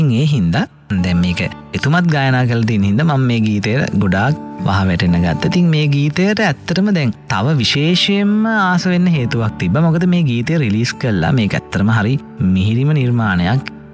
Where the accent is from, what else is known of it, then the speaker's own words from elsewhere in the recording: Galle, Southern Province, Sri Lanka; ඇය මගේ ගමේ ගාල්ලේ පි අහල පහල, කියන්නේ අහල පහල ගම්වල තමයි ඉපදිලා තියෙන.